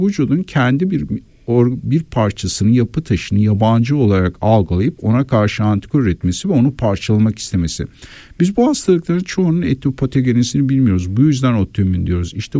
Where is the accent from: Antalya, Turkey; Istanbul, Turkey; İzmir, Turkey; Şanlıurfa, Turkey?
Şanlıurfa, Turkey; born there; moved away; benim memleketim Güneydoğu, Urfa bölgesi.